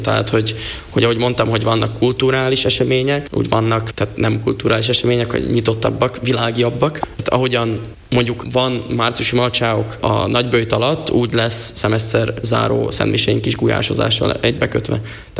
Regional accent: Felvidék, Slovakia; Az elmúlt 5-10 év rendkívül politikailag fűtött volt, főleg magyarként, felvidéki magyarként

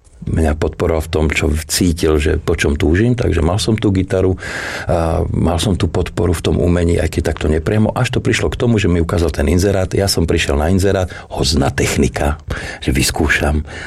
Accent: Hradec Králové, Hradec Králové Region, Czechia; now in Slovakia; ja som vyrastal v Hradci Králové. Tam na letisku vlastne ma ocino brával a keď sa rozdelili republiky, tak ocina poprosili, aby prišiel sem

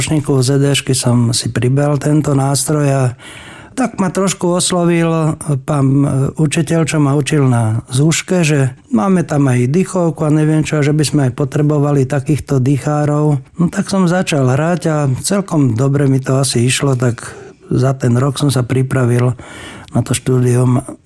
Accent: Plavecký Štvrtok, Bratislava Region, Slovakia; also born or lived in Modra; A v Plaveckom štvrtku sme žili od môjho 5. roku. Takže áno, patrím k Plaveckému štvrtku. Mama bola pôvodom z Plaveckého štvrtka, otec bol od Trenčína.

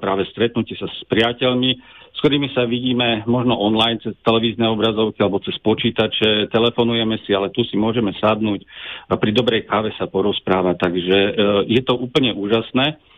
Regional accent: eastern Slovakia, Slovakia; ja nie som v Bratislave v centre toho kultúrneho diania, ale som z východného Slovenska

